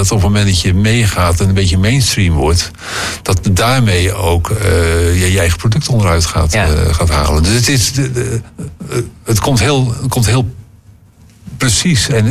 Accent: Rotterdam, South Holland, Netherlands

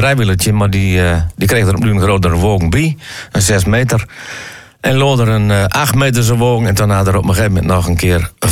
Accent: Ulrum, Groningen, Netherlands; born there; En dan moeke had ook nog een winkeltje in de snakkenboeren waar ik geboren ben.

